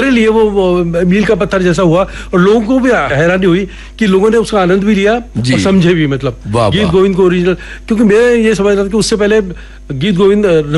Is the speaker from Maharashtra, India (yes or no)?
no; Jaipur, Rajasthan, India; जयपुर मेरे लिए पूरा खुला मंच था